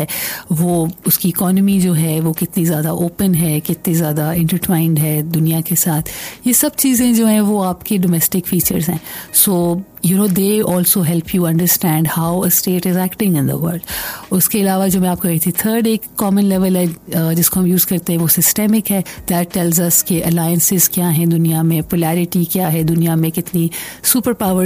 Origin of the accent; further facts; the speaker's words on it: Pakistan; events that shape each of us as a Pakistani, you know, when we look at our political system and what it is providing for us.